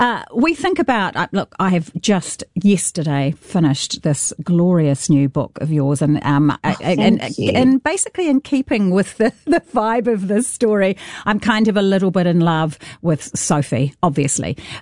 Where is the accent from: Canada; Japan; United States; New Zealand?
New Zealand; accent: Kiwi; my Kiwi accent